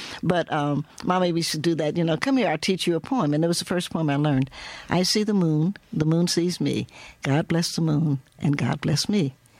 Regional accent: Appalachia, United States; first of all, we're Appalachian, and there's just nothing.

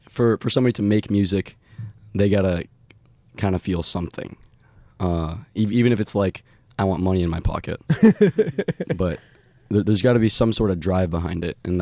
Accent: Ann Arbor, Michigan, United States; we're both from Ann Arbor.

